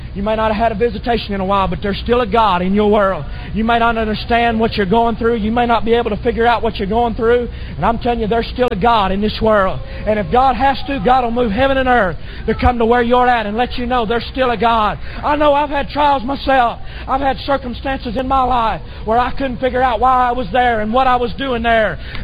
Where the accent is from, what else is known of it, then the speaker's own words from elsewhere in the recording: Oklahoma, United States; You know, we're just hillbillies from Oklahoma, and we ain't used to all these roads and stuff.